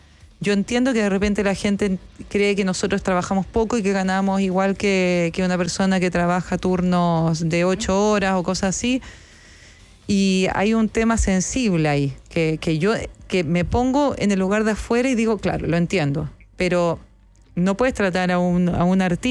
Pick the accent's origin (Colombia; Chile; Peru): Chile; moved away as an adult; now in Buenos Aires, Argentina